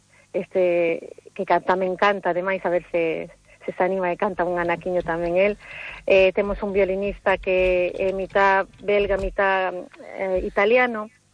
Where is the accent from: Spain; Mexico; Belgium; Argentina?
Belgium; Brussels; cando decimos, somos de Bruselas e nacimos en Bruselas, pois a xente pois está ainda máis